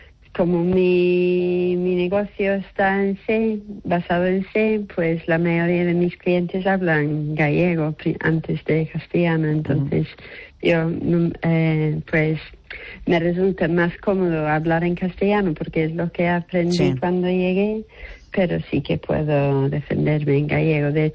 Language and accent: Spanish; England, United Kingdom; Spanish is a second language; now in Spain; yo estuve trabajando en mi pueblo, que se llama Bomas, en el sur de Inglaterra, y conocí un grupo de gallegos.